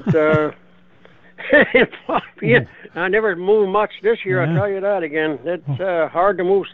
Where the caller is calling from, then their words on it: Manitoba, Canada; I'm calling from the cloudy, rainy Interlake.